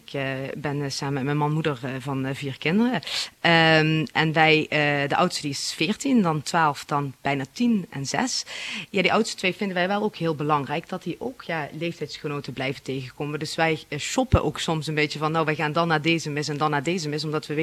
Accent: Roermond, Limburg, Netherlands; born there; also born or lived in United States / Mexico; now in Maastricht area, Netherlands; Ik ben oorspronkelijk geboren in Roermond, dus dat is 30 minuten hier ten noorden van. En naar omzwerving via Amerika en Mexico weer teruggekomen. En daar ben ik ook blij om, want hier in het Heuveland blijft het voelen als vakantie inderdaad.

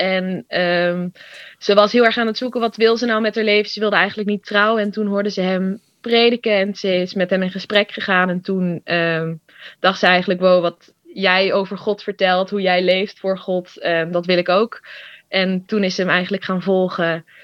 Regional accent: North Holland, Netherlands; Ik ben 21. Ik kom uit Noord-Holland.

